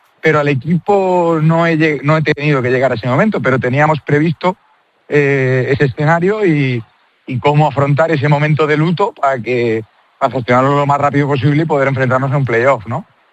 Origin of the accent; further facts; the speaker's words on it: Murcia, Region of Murcia, Spain; Yo soy de Murcia